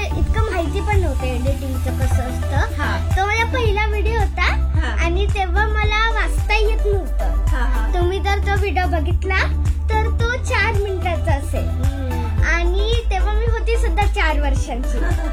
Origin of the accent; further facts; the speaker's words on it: Aravali, Maharashtra, India; माझं गाव कोकण आहे, त्याच्यामध्ये मी आरवली मध्ये राहते. आरवली रोड असं नाव आहे माझ्या गावात.